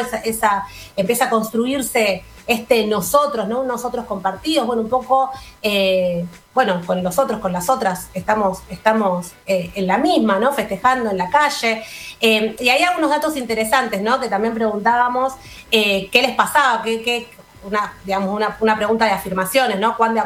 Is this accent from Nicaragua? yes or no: no; Argentina; Defendámonos, ¿no? Atrincherémonos como argentinos de que nos están atacando